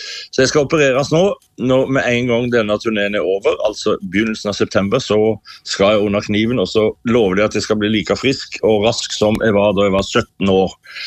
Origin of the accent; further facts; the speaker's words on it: Sauda, Rogaland, Norway; jeg er ikke fra Haugesund, det vet alle, men jeg er fra Sauda, og mor og far hadde sterkt tilknyttet til Haugesund, og alle mine onkler og tanter var der.